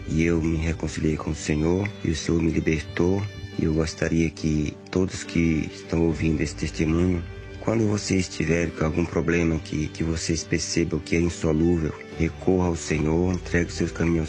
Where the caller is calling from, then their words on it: Carapicuíba, São Paulo, Brazil; sou aqui de Carapicuíba.